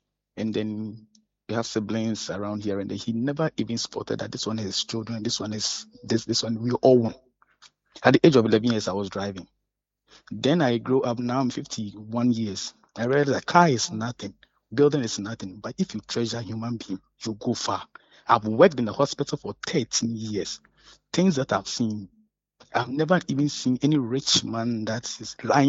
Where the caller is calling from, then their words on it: Tema, Greater Accra, Ghana; Yeah, I'm calling from Tema.